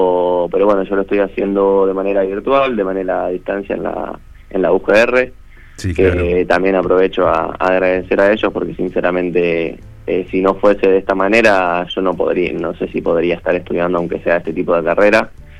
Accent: Rosario, Santa Fe, Argentina; Yo soy rosarino

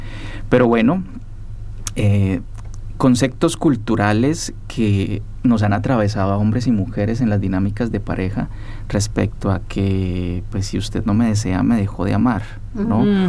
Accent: Popayán, Cauca, Colombia; la ciudad de donde soy, en la ciudad de Popayán, Colombia.

